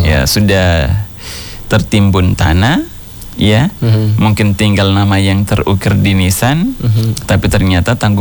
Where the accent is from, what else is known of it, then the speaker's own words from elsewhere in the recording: Sintang, West Kalimantan, Indonesia; apalagi kita di Sintang